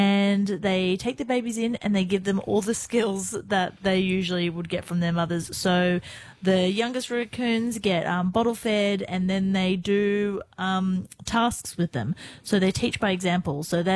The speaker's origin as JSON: {"language": "English", "town": "Balmain", "region": "New South Wales", "country": "Australia", "tie": "born or raised there", "said": "I grew up in Balmain and played water polo at Dawn Fraser Baths."}